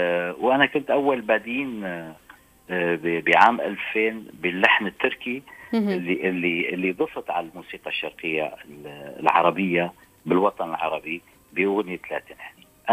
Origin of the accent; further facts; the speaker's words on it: Qamishli, Al-Hasakah Governorate, Syria; أنا ترعرعت بمدينة في سوريا اللي هي شمال سوريا صاير على الحدود تركيا والعراق، اسمها مدينة القمشلي.